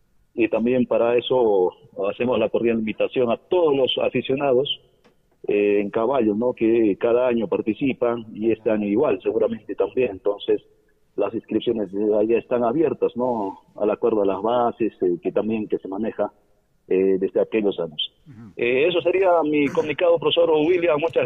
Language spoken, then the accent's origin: Spanish; Cotabambas, Apurímac, Peru; como buenos cotabambinos, peruanos